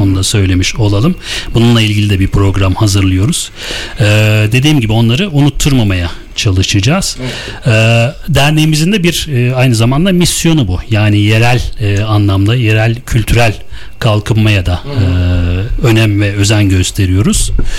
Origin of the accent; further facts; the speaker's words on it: Şuhut, Afyonkarahisar, Turkey